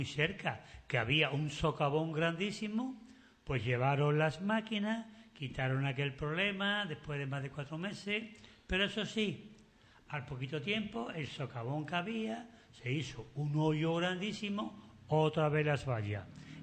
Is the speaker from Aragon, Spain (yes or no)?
no; Seville, Andalusia, Spain; now in Sanlúcar de Barrameda, Spain; Yo soy sevillano, trianero, pero a mí me une, como dice, el cordón umbilical, ¿no? El agua de Sevilla con la desembocadura del Guadalquivir en San Lucas de Barrameda. Y llevo yo ya aquí pues más de 45 años en San Lucas